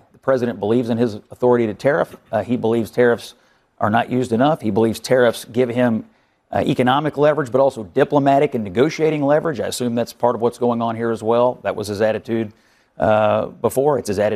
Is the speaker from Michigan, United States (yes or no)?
no; Kentucky, United States; I am from Kentucky, and the bourbon industry there has been caught up in these tariffs